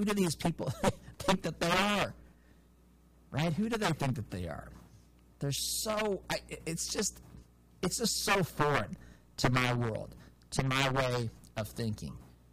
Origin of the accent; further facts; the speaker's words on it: United States; I'm from flyover country. I'm from small town USA.